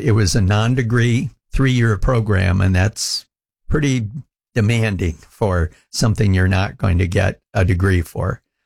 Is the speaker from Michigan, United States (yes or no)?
yes; Michigan, United States; Growing up, I grew up in Michigan, and I'm one of those weird kids that always knew what I wanted to be when I grew up